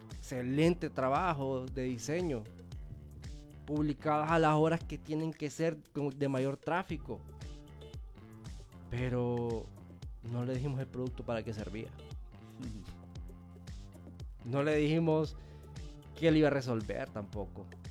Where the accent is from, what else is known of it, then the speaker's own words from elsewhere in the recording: Honduras; Si ya nos conocemos como somos los hondureños.